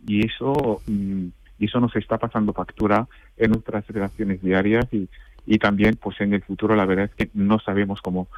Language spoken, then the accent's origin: Spanish; Morocco; now in Spain; los que pagamos somos los marroquíes que estamos aquí